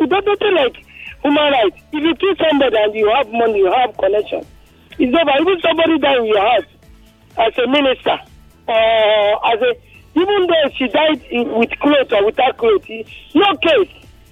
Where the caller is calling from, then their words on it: Iba, Nigeria; I'm calling from Iba.